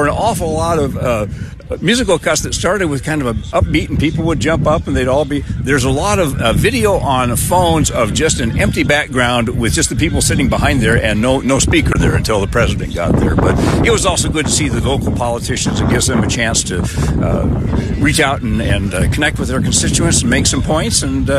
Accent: Lincoln, Nebraska, United States; I'm from Lincoln

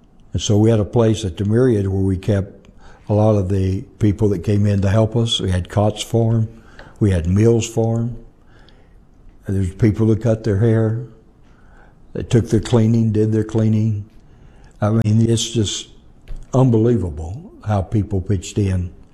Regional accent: Arkansas, United States; I'm from Arkansas.

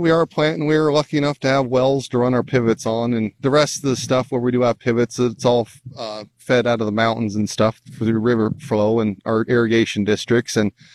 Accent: Minatare, Nebraska, United States; I'm from Minotair, Nebraska. I grew up in the western Nebraska area my whole life

